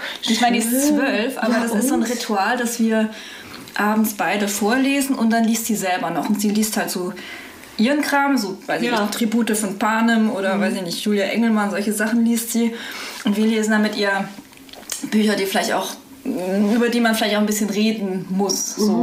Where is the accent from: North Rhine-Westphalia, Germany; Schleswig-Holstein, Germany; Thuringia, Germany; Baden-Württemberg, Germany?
Baden-Württemberg, Germany; Lörrach; born there; also born or lived in Freiburg / France; now in Osnabrück, Germany; Also ich habe nur die Station Lörrach, Freiburg. Dann habe ich in Frankreich noch studiert. Ja. Und dann bin ich aber auch schon hier in Osnabrück.